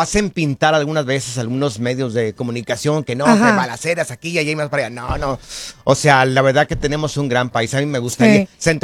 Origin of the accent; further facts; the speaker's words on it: Mexico; ahí en México, tenemos un gran país